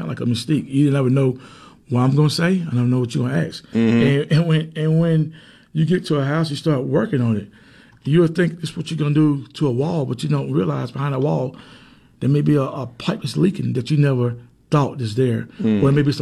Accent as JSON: {"language": "English", "region": "Alabama", "country": "United States", "tie": "born or raised there", "said": "we got people right here that was born and raised, like myself, born and raised in Eastern Alabama, who can do the job."}